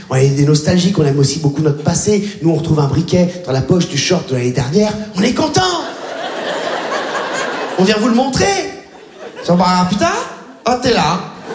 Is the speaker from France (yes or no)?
yes; Réunion, France; born or raised there